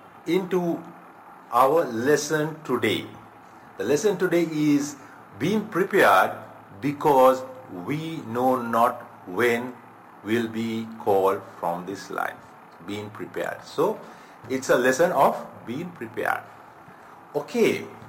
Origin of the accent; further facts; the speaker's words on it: Sri Lanka; from Sri Lanka